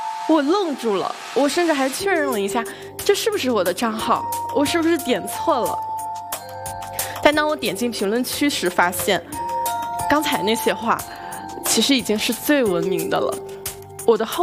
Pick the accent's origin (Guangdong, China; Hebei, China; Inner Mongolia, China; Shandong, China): Shandong, China; Zibo; 作为一个淄博人